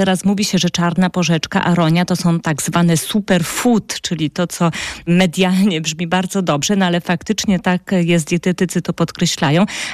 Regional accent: Poland; ja pochodzę z południowo-wschodniej Polski

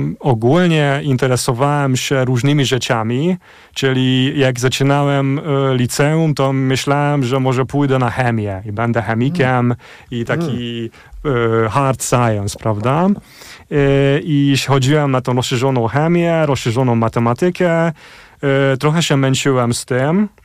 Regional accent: Kaposvár, Somogy, Hungary; moved away as an adult; dorastałem się w rodzinie węgiersko-polskim i to powodowało, że dzieciństwo spędziłem na Węgrzech w Kapuszwar, tam żyłem aż do matury.

